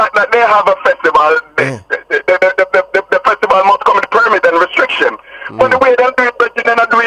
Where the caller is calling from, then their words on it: Jamaica; Yes, it's because we're Jamaican.